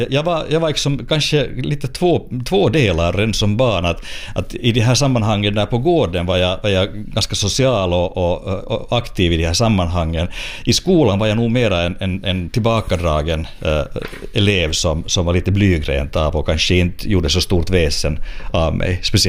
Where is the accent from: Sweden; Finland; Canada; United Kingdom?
Finland; Espoo, Uusimaa; also born or lived in Helsinki; jag är född i Helsingfors och sen 5-åring har jag bott i Esbo i Matby, som då var ett väldigt nytt höghusområde som det där blev vårt hem och gick i skola sen där.